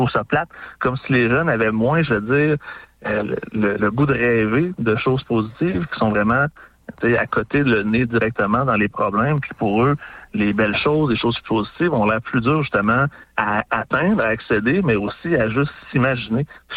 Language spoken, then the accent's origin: French; Quebec, Canada; now in Rouyn-Noranda, Canada; nous en tant que Québécois